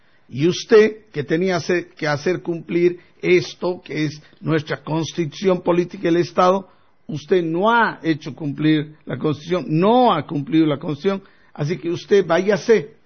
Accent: Bolivia; somos todos los bolivianos de bien que queremos vivir en libertad, en democracia.

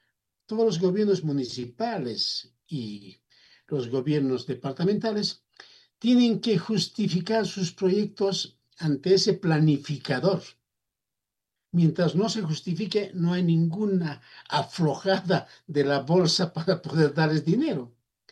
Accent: Bolivia; vamos a terminar en la miseria como bolivianos.

